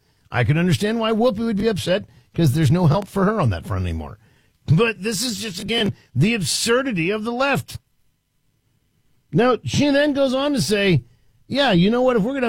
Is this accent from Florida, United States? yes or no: no; Washington, District of Columbia, United States; I grew up in Washington, D.C.